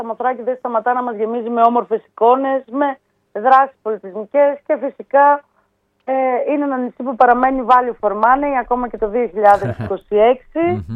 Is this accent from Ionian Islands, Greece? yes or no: no; Samothrace, Eastern Macedonia and Thrace, Greece